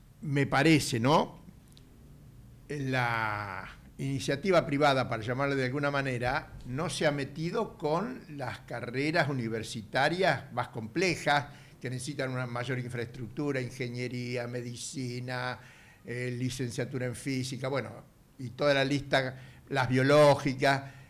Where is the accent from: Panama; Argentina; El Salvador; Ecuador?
Argentina; La Plata, Buenos Aires Province; Ya que yo soy de La Plata